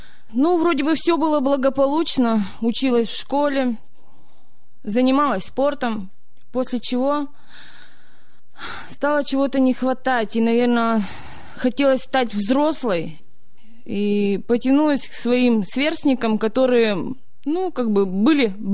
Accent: Chaykovsky, Perm Krai, Russia; Я родом с Пермского края, города Чайковского. Мне 36 лет. Росла в неполной семье.

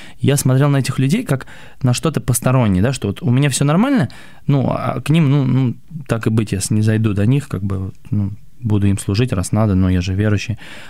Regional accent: Yalta, Crimea, Ukraine; moved away; я просто все детство я провел в Ялте

